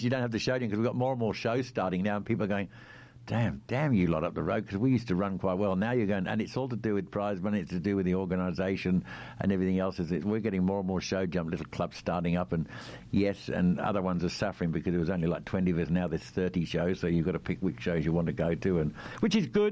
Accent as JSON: {"language": "English", "region": "New South Wales", "country": "Australia", "said": "what have I come to? Where have I come from New South Wales?"}